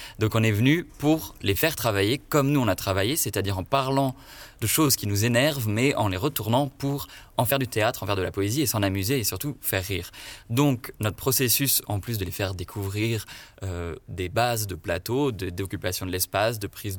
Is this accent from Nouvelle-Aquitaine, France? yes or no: yes; Nouvelle-Aquitaine, France; Moi, je viens de Charente-Maritime, une ville un peu plus grande qu'Aubenas, mais enfin c'est comparable.